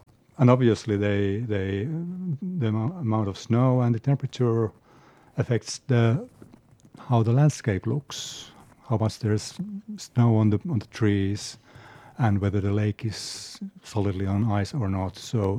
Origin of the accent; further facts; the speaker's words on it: Helsinki, Uusimaa, Finland; I come from Helsinki, and my background is through my parents, both in Oulu and in Karelia